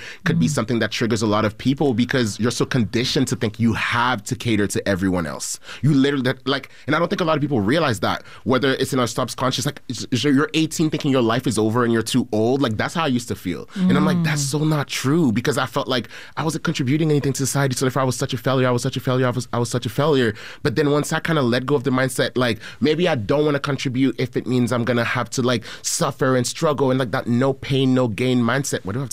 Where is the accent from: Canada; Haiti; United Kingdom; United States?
Haiti; like, I'm from Haiti and, you know, and I talk to other immigrants and stuff like that.